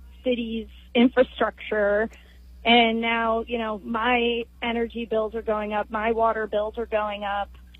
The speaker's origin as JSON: {"language": "English", "town": "Pittsburgh", "region": "Pennsylvania", "country": "United States", "said": "I'm from Pittsburgh."}